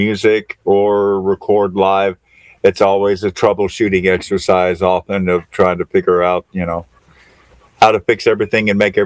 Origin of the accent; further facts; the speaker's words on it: Appalachia, United States; I'm growing up in Appalachia, hillbilly country, poorest part of the nation